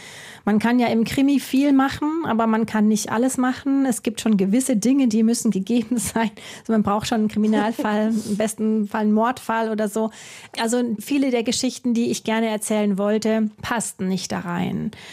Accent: southwest, Germany

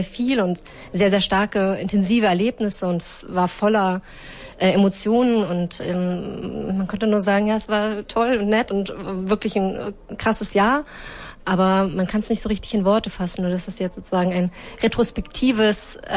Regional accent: Germany; die Beziehung zu den USA von uns Deutschen

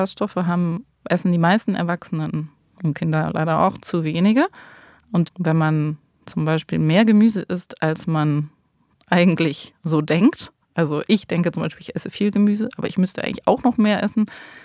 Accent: Southern Germany, Germany; Ich komme ja eben auch aus Süddeutschland.

